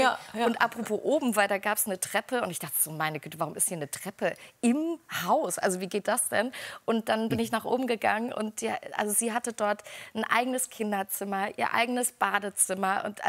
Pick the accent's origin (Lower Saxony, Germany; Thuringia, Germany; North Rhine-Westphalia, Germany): Thuringia, Germany; Erfurt; born or raised there